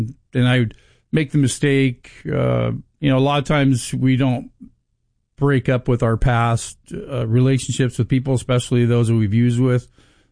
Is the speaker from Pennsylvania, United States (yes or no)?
no; Torrance, California, United States; born there; yeah, I was born down in Torrance, California.